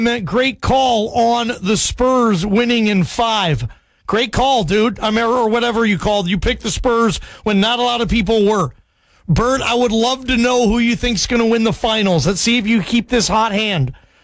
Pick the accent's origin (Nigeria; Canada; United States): United States; Seattle, Washington; I'm from Seattle. I saw Bo play a bunch.